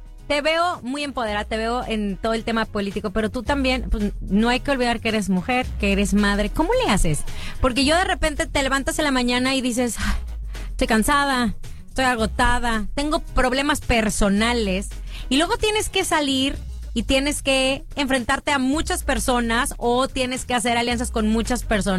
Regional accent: San Nicolás de los Garza, Nuevo León, Mexico; born there; Yo tengo a mi mamá que sigue, nacimos en San Nicolás de los Garza, así, en el mero centro

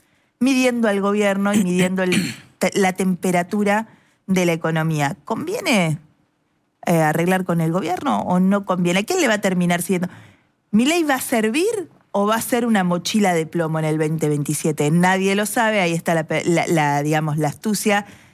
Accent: Argentina; somos el país de Vaca Muerta

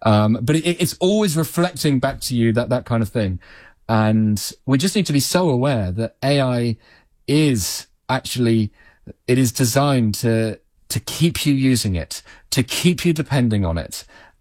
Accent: United Kingdom; because I'm British

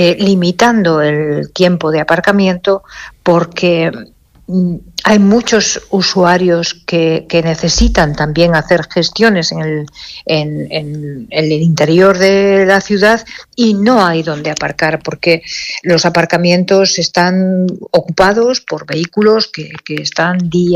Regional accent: Torrelavega, Cantabria, Spain; esas personas que somos de Torrelavega

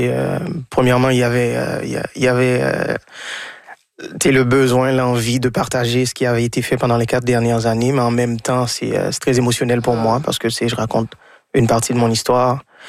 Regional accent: Haiti; born or raised there; moved away as an adult; now in Canada

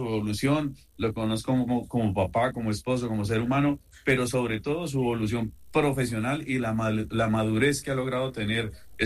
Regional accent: Tolima, Colombia; Me siento orgulloso como tolimense

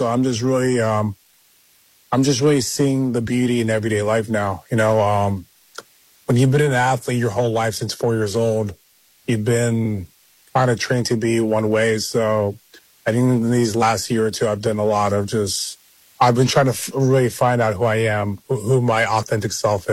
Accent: Centerville, Ohio, United States; also born or lived in New Jersey; So they immigrated from Nigeria to United States just for a better opportunity. So I was born in New Jersey. And then from there, I worked my way to Centerville.

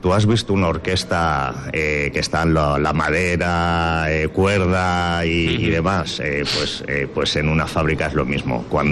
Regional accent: Castilla-La Mancha, Spain; now in Huelva, Spain; Porque yo de origen soy, por ejemplo, manchego, y en mi tierra sí hay sequía

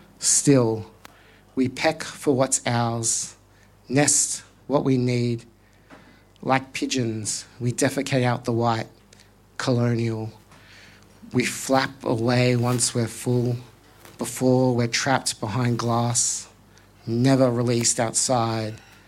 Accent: New South Wales, Australia; My family is originally from Mudgee, New South Wales, but I grew up on Darkinjung country on the New South Wales Central Coast.

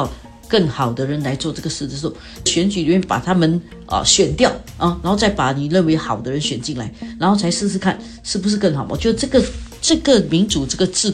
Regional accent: Singapore; 我们作为新加坡人

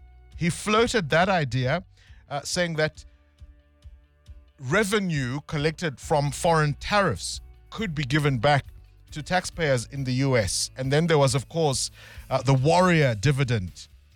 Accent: South Africa; And I was saying one of the things I think as a South African, when you are in another country

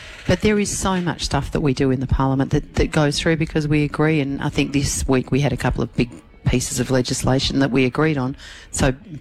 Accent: Renmark, South Australia, Australia; my hometown in Renmark.

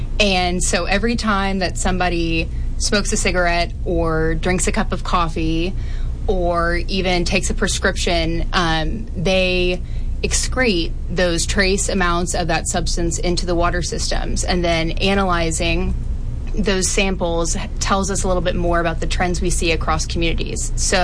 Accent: Shreveport, Louisiana, United States; So I'm from Shreveport, Louisiana, and I went to Ole Miss for undergrad

